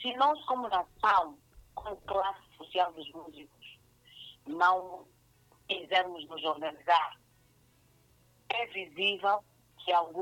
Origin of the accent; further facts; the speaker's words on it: Massinga, Inhambane, Mozambique; de Massinga e um pai suabo da Zambeja Namakura em Michixine. Eu nasci em Massinga e cresci nos Vatongas.